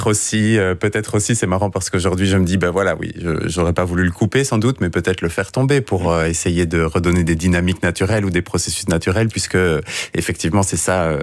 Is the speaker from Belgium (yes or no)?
yes; Tournai, Wallonia, Belgium; born there; je suis né à Tournai.